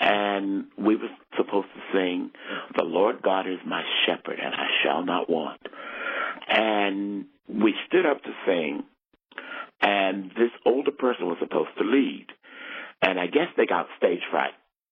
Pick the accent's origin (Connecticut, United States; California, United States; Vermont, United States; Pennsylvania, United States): Connecticut, United States; Bridgeport; also born or lived in Florence, South Carolina; I was born just outside of Florence, South Carolina. And what we jokingly refer to as barefoot country on the farm. But at the age of 13, my family sort of migrated to Bridgeport, Connecticut. So I spent my formative years in high school growing up in Bridgeport, Connecticut.